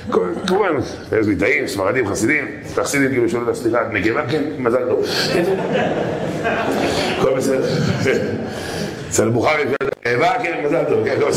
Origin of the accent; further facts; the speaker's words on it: Holon, Tel Aviv District, Israel; אני גדלתי בחולון.